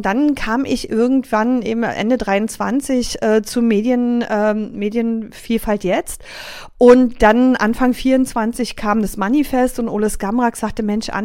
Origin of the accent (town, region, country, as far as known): Berlin, Germany; born or raised there